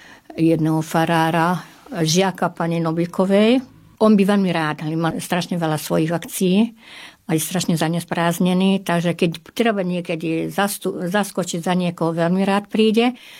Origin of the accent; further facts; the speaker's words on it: Oroszlány, Komárom-Esztergom, Hungary; u nás v Oroslani boli zaužívané krupicové šulance.